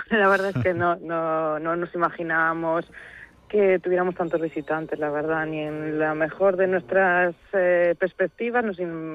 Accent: Outeiro de Rei, Galicia, Spain; Bueno, yo soy Outeiro de Rei

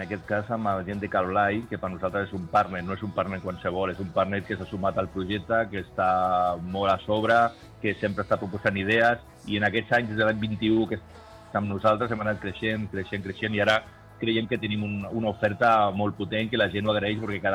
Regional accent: Catalonia, Spain; nosaltres intentem, amb els patrocinadors, amb una mica com a bons catalans, no?

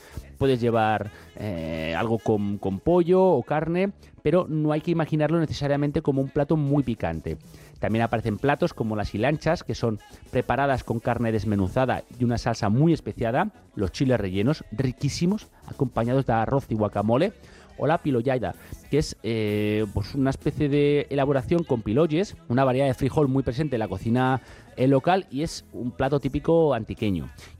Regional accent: Guatemala; Yo soy de Guatemala.

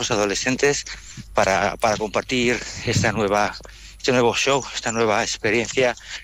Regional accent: Logroño, La Rioja, Spain; en mi tierra, en Logroño

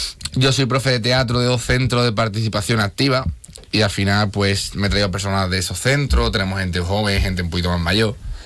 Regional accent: Spain; Yo soy de San José Obrero desde pequeño. Ajá. Toda la vida allí.

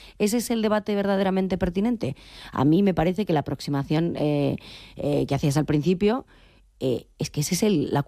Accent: Galicia, Spain; ¿Por qué yo como gallega no puedo votar en unas elecciones municipales y autonómicas en Galicia

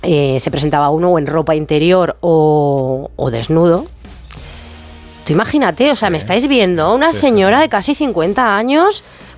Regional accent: Bilbao, Basque Country, Spain; pero yo soy de Bilbao, no podía reculear, ¿sabes?

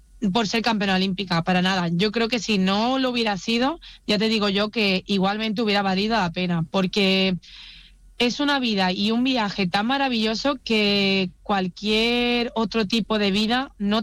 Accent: Huelva, Andalusia, Spain; moved away; cuando bajé a mi tierra, a Huelva, y lo pude disfrutar con mi familia

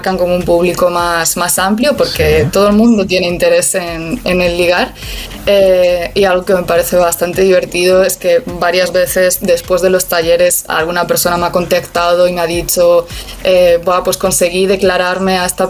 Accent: Galicia, Spain; now in Málaga, Spain; ahora mismo estoy en Málaga, pero yo soy de Galicia

